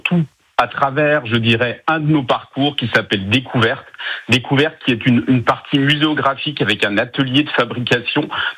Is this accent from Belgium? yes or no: no; Bourgogne-Franche-Comté, France; je suis jurassien